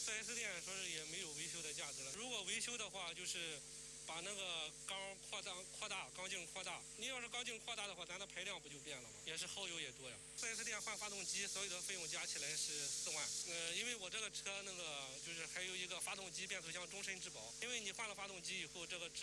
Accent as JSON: {"language": "Chinese", "town": "Linqu", "region": "Shandong", "country": "China", "tie": "born or raised there", "said": "我老家是临朐的"}